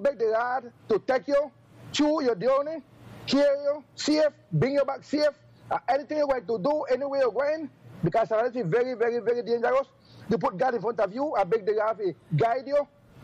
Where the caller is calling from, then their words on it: Cayman Islands; And I'm coming from the Cayman Islands, and I listen to you, and I watch you on live on Facebook.